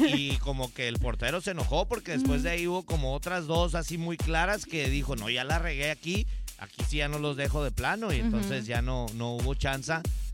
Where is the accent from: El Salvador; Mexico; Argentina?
Mexico; me incluyo porque soy mexicano